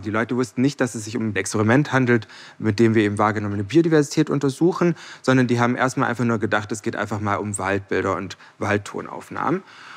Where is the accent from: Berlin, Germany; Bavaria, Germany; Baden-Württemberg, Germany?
Baden-Württemberg, Germany; born or raised there